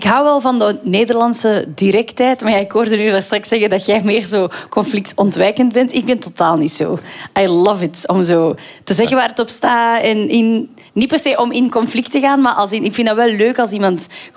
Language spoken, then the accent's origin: Dutch; Antwerp, Flanders, Belgium; accent: Antwerps